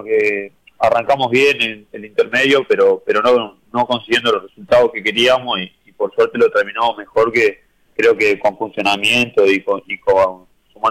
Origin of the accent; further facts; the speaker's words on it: Mendoza Chico, Florida, Uruguay; Sí, de Mendoza Chico.